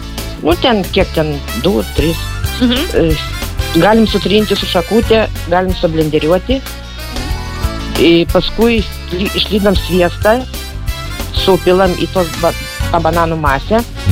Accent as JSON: {"language": "Lithuanian", "town": "Trakai", "region": "Vilnius County", "country": "Lithuania", "said": "Trakų rajonas."}